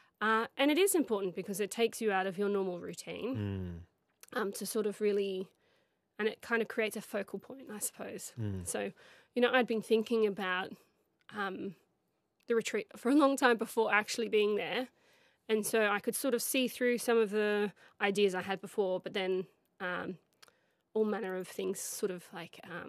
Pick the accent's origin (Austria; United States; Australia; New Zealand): Australia; Queensland; So I am originally a Queenslander.